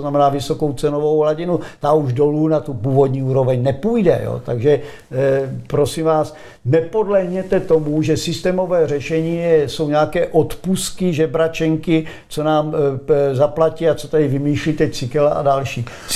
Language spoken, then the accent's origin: Czech; Moravia, Czechia; Ale u nás na Moravě se říká, že ten člověk je buď to navedený, nebo hloupý, nebo zaplacený.